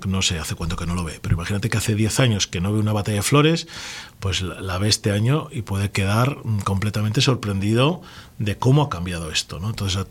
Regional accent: Laredo, Cantabria, Spain; El 99,9% de los laredanos somos gente de bien

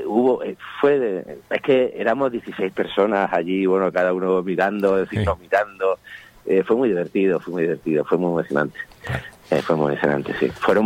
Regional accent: Laredo, Cantabria, Spain; born there; also born or lived in Seville; nací en Sevilla, pero estoy vinculado a Laredo desde pequeñín.

